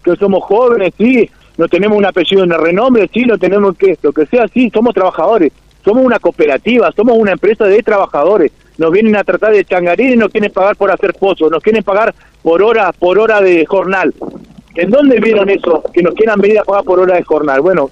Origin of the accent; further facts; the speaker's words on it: Junín de los Andes, Neuquén, Argentina; Yo soy de acá, soy de Junín de los Andes, no me voy a ir.